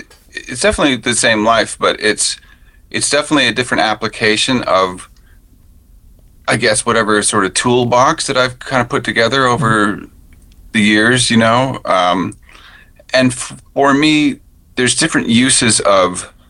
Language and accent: English; Ontario, Canada; even though I grew up in Ontario, but my mom is from Newfoundland.